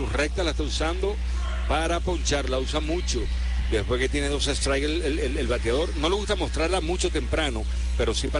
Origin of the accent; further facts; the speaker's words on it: San Félix, Bolívar, Venezuela; yo que vengo de San Félix